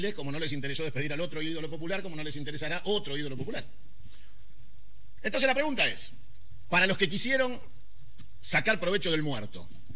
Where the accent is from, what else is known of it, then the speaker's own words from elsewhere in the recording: Córdoba, Argentina; soy cordobés.